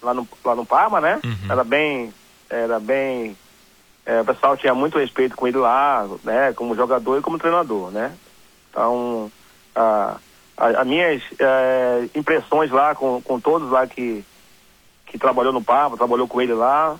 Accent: Brazil

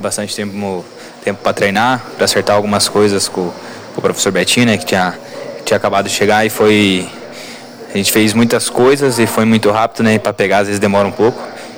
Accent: Francisco Beltrão, Paraná, Brazil; born there; Como eu sou de Francisco Beltrão, conheço a maioria das pessoas, a maioria dos torcedores, vivi dentro desse ginásio.

